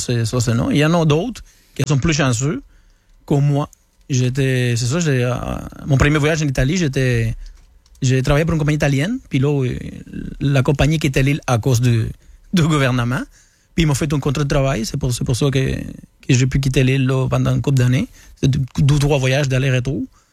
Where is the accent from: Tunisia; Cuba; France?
Cuba; moved away as an adult; J'ai quitté Cuba en 2014. À peu près 30 ans, là. 30, 31 ans, là, j'ai vécu là-bas.